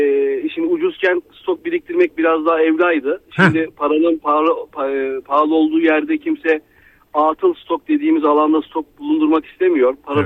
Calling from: Istanbul, Turkey; İstanbul'dan arıyorum.

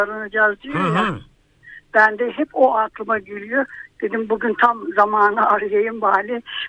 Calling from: Bursa, Turkey; İyi günler, Bursa'dan arıyorum.

